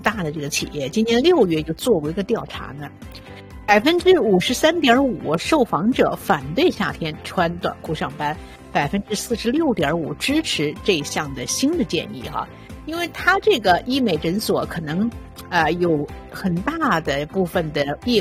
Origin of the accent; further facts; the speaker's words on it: China; now in Toronto, Canada; 像我们华人朋友回国，我回国的时候也是先落地